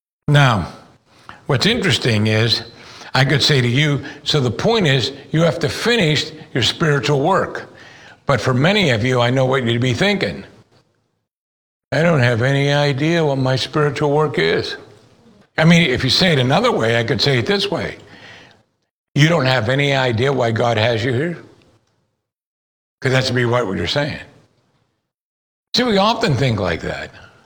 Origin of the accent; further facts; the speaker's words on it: United States; you and I are conditioned as Americans